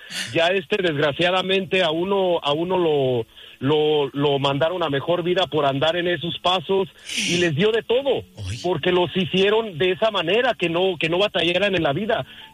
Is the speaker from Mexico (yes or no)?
yes; Mexico; la vida de nosotros como hispanos o como mexicanos en México